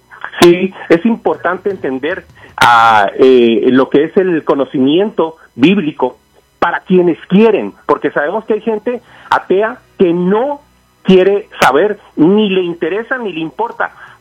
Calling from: Denver, Colorado, United States; lloviendo por acá en Denver

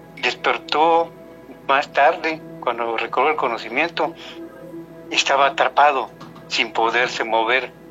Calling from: Comitán, Mexico; de Comitán, Yucatán.

